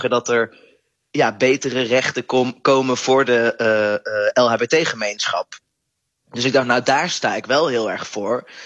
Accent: North Brabant, Netherlands; Ik kom uit Brabant

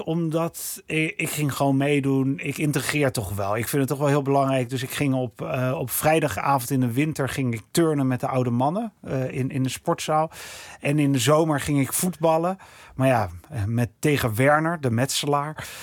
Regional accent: Netherlands; als Nederlander

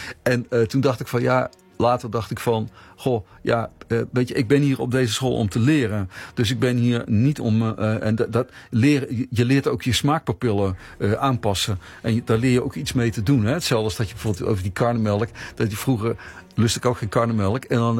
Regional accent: North Brabant, Netherlands; moved away as an adult; also born or lived in Rotterdam; Ik kwam echt extra uit Brabant zo naar de grote stad.

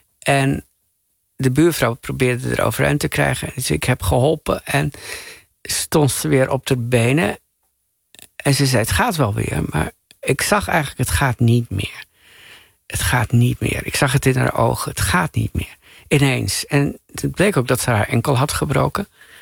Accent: Assen, Drenthe, Netherlands; We woonden aan de rand van Assen, provinciestadje. Maar in ieder geval, meteen stroomde al landschap Drenthe aan.

